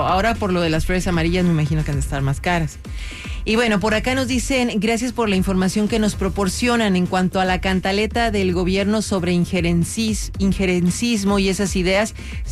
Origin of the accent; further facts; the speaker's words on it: Mexico; No cabe duda de que estamos amolados como mexicanos con este gobierno.